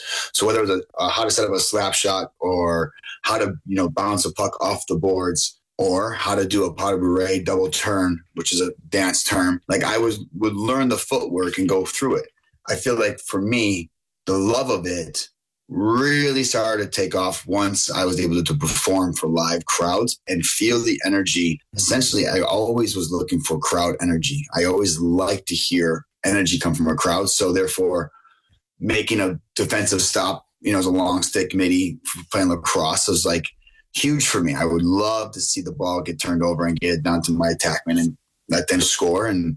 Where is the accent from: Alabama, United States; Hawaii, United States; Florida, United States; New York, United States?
New York, United States; Buffalo; So I would not be who I am if I was not from Buffalo. I take Buffalo so serious, and I love Buffalo.